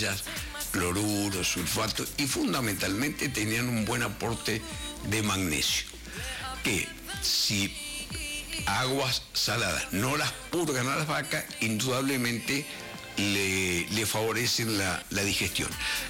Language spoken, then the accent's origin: Spanish; Ingeniero Luiggi, La Pampa, Argentina; Yo nací en Ingeniero Luigi, en el norte de la provincia de La Pampa.